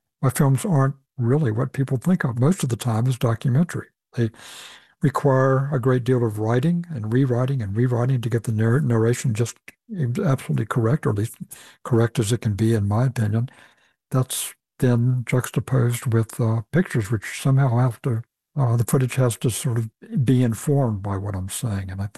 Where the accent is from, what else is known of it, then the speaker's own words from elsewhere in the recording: the South, United States; I grew up in the South and it's a land where people tell stories